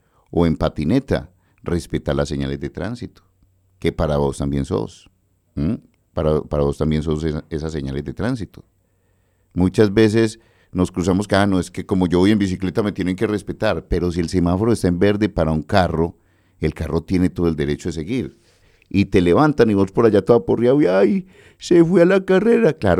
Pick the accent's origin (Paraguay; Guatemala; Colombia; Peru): Colombia; Medellín, Antioquia